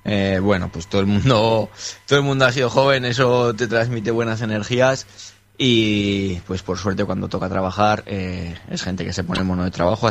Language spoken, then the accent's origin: Spanish; Tarazona, Aragon, Spain; now in Zaragoza, Spain; Yo soy de Tarazona